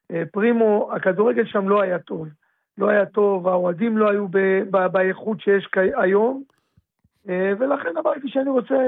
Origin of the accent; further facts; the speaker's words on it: Beersheba, Southern District, Israel; moved away as an adult; now in Petah Tikva, Israel; זה משהו שגדלתי שם, כל המשפחה שלי שם, אני נוסע הרבה לבאר שבע